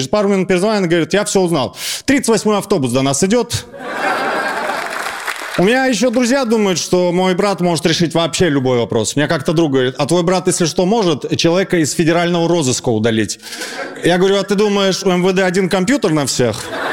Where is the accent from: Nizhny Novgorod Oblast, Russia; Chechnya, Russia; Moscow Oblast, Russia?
Chechnya, Russia; Значит, я из Чечни